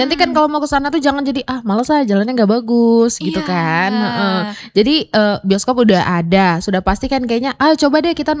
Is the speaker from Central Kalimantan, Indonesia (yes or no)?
no; Medan, North Sumatra, Indonesia; kita tuh warga Medan, bangga dan juga harus peduli.